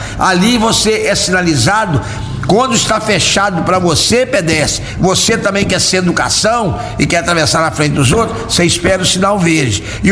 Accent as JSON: {"language": "Portuguese", "region": "Minas Gerais", "country": "Brazil", "said": "aqui para nossa região"}